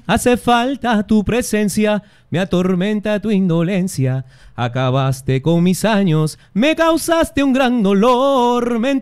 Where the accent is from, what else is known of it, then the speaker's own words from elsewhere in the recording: Lima, Peru; soy de Comas.